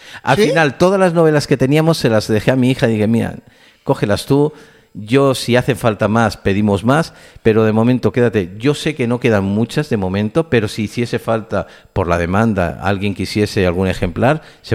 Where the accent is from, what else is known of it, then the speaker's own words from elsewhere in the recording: San Sebastián, Basque Country, Spain; now in Canary Islands, Spain; como vengo yo de Donosti, de la zona norte de Guipúzcoa